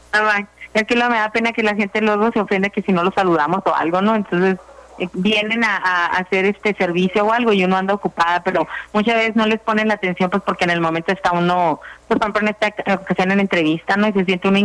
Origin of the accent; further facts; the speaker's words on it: Cananea, Sonora, Mexico; nos estamos apoyando entre las 3 vendedoras que somos de aquí de Cananea